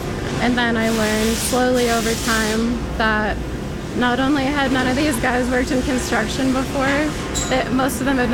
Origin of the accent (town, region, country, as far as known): West Coast, United States